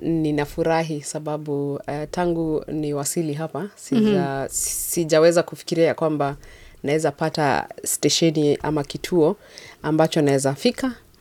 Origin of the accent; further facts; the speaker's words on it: Nandi County, Kenya; Nimetoka pale Nandi County, nimetoka ward inaitwa Kipkaren, constituency inaitwa Mosop, county ya Nandi, na mimi ni Mkenya